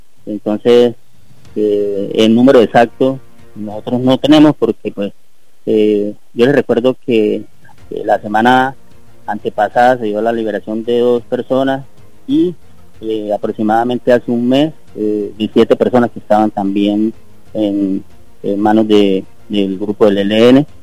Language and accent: Spanish; Arauca, Colombia; nosotros como colombianos queremos la paz. En el departamento de Arauca somos muchas las personas que queremos construir paz